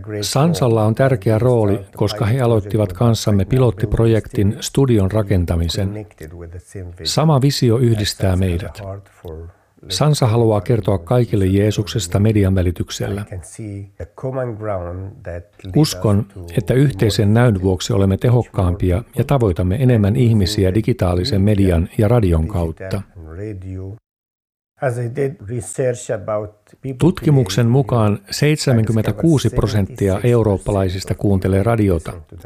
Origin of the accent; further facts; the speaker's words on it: Egypt; also born or lived in Mauritania / Jordan; now in Spain; Olen kotoisin Egyptistä ja vaimoni on Irakista. Tapasimme Jordaniassa ja muutimme Mauritaniaan.